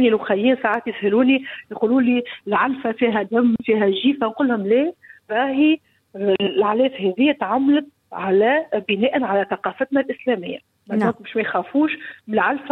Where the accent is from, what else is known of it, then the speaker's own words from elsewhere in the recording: Sahel, Tunisia; عندنا في الساحل نتاعنا